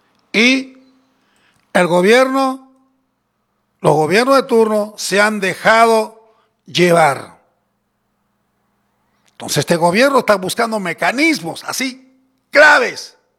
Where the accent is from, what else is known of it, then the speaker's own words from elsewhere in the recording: Mirave, Tacna, Peru; born there; nuestro distrito, la tierra, el distrito que me vio nacer.